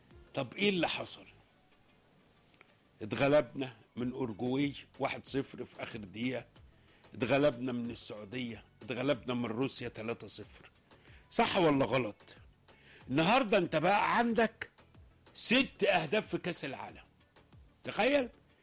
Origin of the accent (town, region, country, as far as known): Egypt